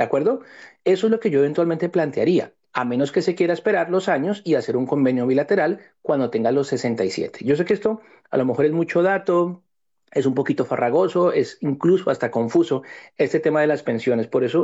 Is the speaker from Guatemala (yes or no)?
no; Colombia; dado que estamos como colombianos en el exterior, aquí podemos decir que han sido como independientes